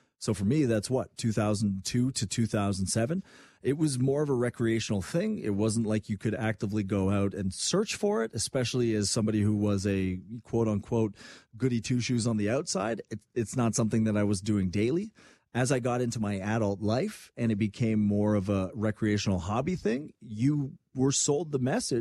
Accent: Quebec, Canada; I mean, I grew up in Quebec. Smoking cigarettes was a thing. I mean, when I was in university, and maybe that was the French Canadian in me or the Quebec in me

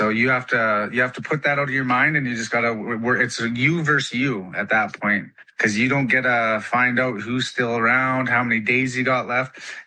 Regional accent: British Columbia, Canada; growing up in Canada and in northern British Columbia, like I've seen the cold temperatures, I've camped in them, I've hunted in them.

